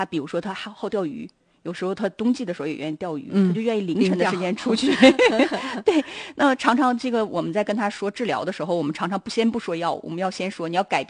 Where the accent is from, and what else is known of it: Northeast China, China